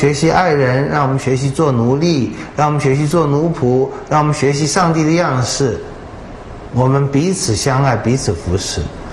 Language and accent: Chinese; China